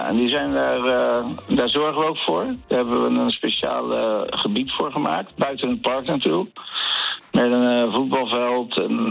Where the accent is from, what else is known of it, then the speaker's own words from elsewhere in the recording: Rotterdam, South Holland, Netherlands; born there; Maar Rotterdam is toch wel de stad waar ik geboren ben.